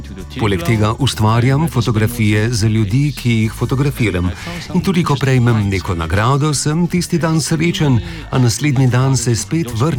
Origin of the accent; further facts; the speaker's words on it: Taiwan; Slovenian is a second language; Mimo grede, sam še nisem bil gor, saj sem Tajvanec, pa tudi sicer hodim raje v jame.